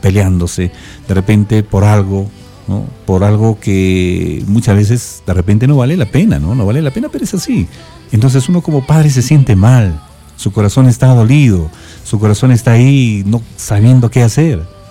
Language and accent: Spanish; Peru